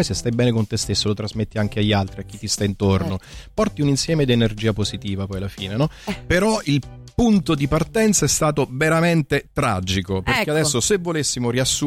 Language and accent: Italian; Avellino, Campania, Italy; io sono originario di Avellino